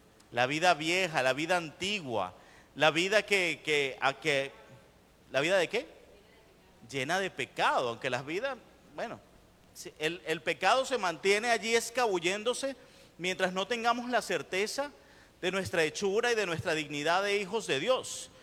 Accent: Venezuela; moved away as an adult; now in Colombia; Pero en Venezuela, porque yo soy venezolano. Tengo 10 años viviendo en Colombia. Pero antes de esos 10 años vivía en mi país

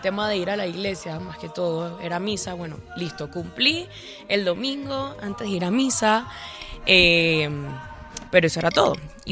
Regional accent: Panama; yo soy de Panamá, nací y criada en Panamá, tengo 26 años, vengo de una familia, pues, siempre católica al 100%

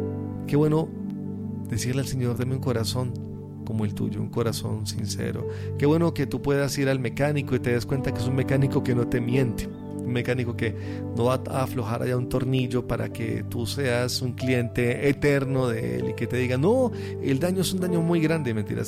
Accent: Colombia; como colombianos, como hispanos, latinos

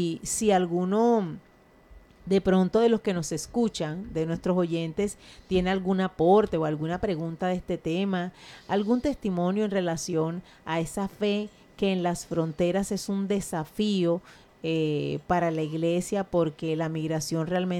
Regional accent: Colombia; como colombianos, desde donde estemos

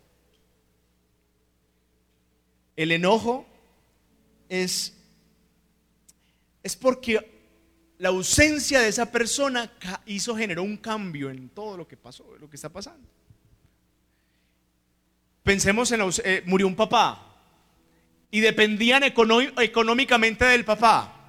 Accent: Puerto Rico, Caquetá, Colombia; moved away; soy de Puerto Rico, Caquetá.

